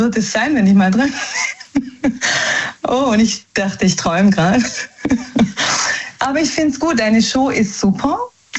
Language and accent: German; Germany; born there; also wir sind eigentlich Italiener, ja, in Deutschland geboren. Also italienische Familie und wir haben eigentlich nichts am Hut mit Frankreich.